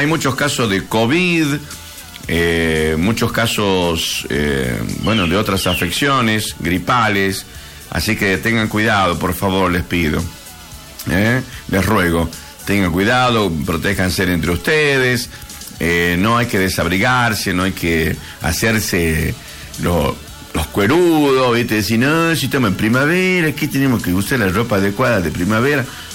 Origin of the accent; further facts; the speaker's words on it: Campo Santo, Salta, Argentina; moved away; mi gente allá en mi pueblo